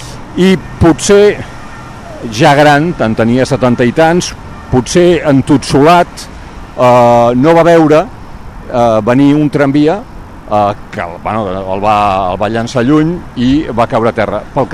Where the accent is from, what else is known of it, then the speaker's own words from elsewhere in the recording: Barcelona, Catalonia, Spain; Jo crec, o almenys per mi com a barceloní, no sé tu què en penses